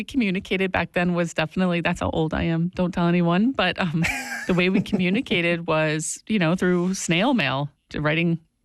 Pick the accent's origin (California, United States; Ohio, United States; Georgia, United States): Ohio, United States; I grew up in Ohio, yes.